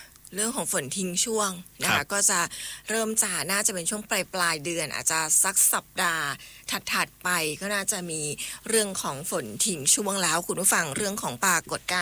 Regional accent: Chiang Mai, Thailand; เป็นคนเชียงใหม่เนี่ยนะเจ้าแต่ว่าภาษาเมืองอาจจะบ่ค่อยแข็งแรงสักเท่าใดเจ้า

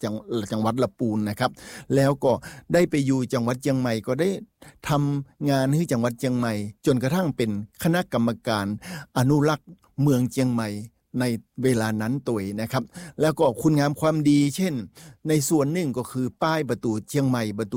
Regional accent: Lamphun, Thailand; moved away; เมื่อปี2565ผมได้กลับมาเป็นคนลำพูนแห่มครั้งหนึ่ง

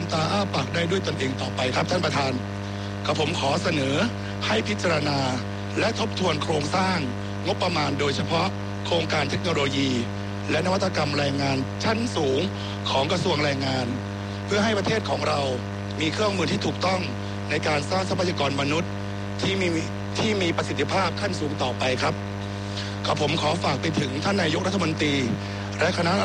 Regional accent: Kalasin, Thailand; ผมเองเป็นคนกาฬสินธุ์เกิดที่จังหวัดกาฬสินธุ์โตที่กาฬสินธุ์

